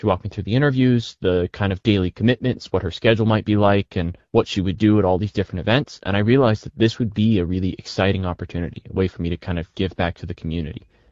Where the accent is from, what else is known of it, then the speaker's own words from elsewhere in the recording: Bridgeport, West Virginia, United States; since I was tiny, growing up in Bridgeport and taking all those school field trips up to Morgantown and WVU meant that WVU became my image of college.